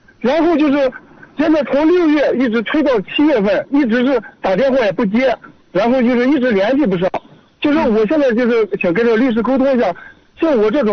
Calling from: Yuncheng, Shanxi, China; 我是咱山西运城盐湖区的。

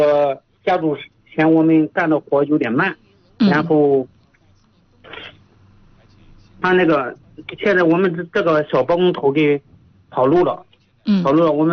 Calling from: Linyi, Shandong, China; 我是临沂人。

